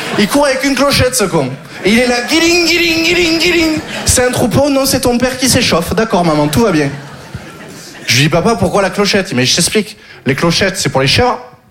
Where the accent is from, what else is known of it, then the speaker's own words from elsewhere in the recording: Occitanie, France; Je viens du Sud, j'ai grandi dans le Gard.